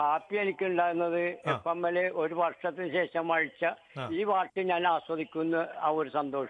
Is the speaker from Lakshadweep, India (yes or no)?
no; Kochi, Kerala, India; ഞാൻ മട്ടാഞ്ചേരി, ഞാൻ ജനിച്ച് വളർന്നത് മട്ടാഞ്ചേരി